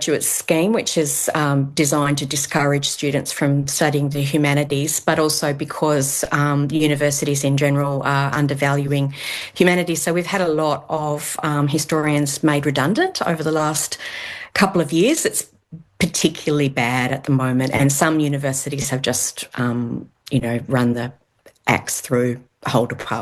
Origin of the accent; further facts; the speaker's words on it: Tasmania, Australia; you know, I was raised in Tasmania, and we were taught the dominant narrative